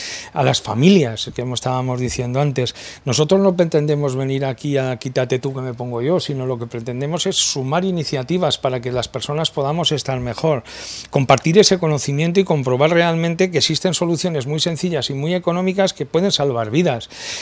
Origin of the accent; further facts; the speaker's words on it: Muniesa, Aragon, Spain; si me permites quiero mandar un saludo a mi pueblo, a Muniesa, que me dicen muchas veces que te veo en la televisión